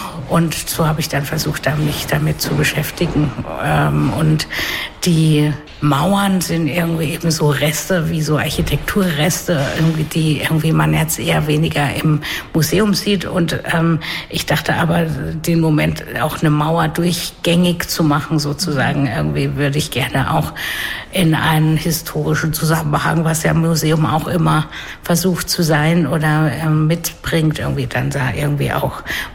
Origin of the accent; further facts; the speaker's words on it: Karlsruhe, Baden-Württemberg, Germany; moved away as an adult; now in Berlin, Germany; ich bin aus Karlsruhe, aber eben schon sehr lange in Berlin